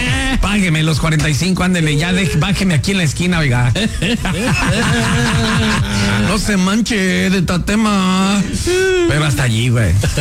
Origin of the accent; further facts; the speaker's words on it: Mexico; Además, no sé qué quiere decir Mexican. Soy mexicana.